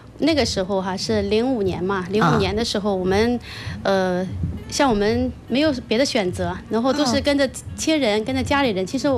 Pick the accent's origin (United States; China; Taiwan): China; Nanchang, Jiangxi; moved away as an adult; now in Jinan, China; 家江西南昌